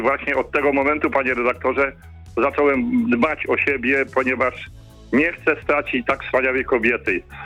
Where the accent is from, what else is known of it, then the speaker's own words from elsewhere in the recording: Masovian Voivodeship, Poland; moved away; Posiadam w mojej rodzinnej wiosce nad Narwią koło Pułtuska